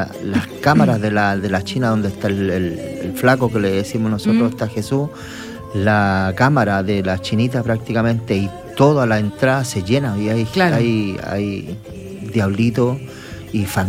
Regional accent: Valparaíso, Chile; moved away; No soy de acá, yo soy de la quinta región.

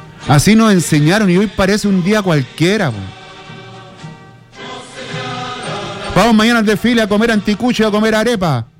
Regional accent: Iquique, Tarapacá, Chile; Yo ando con la camiseta de Iquique todo el año, soy iquiqueño.

